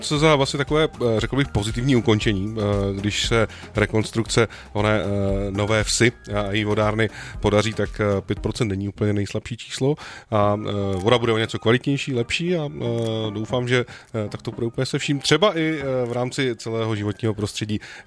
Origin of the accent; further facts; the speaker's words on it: Ostrava, Moravian-Silesian Region, Czechia; jsme poměrně šetřivé město a jako Ostraváci